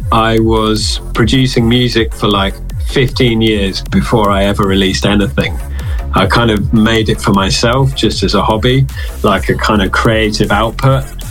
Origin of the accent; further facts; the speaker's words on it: South West England, United Kingdom; All right, so I'm from like the South Coast. I'm from Devon, so always saw like lobster stuff everywhere.